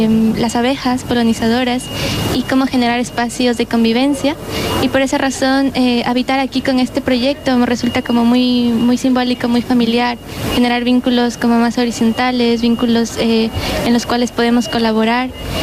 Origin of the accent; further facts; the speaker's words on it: Quito, Pichincha, Ecuador; soy de Quito, Ecuador